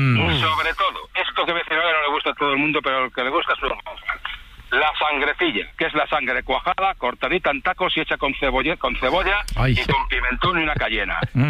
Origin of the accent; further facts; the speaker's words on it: Valladolid, Castile and León, Spain; Yo soy de Valladolid, Valladolid de capital, ¿vale? Generaciones.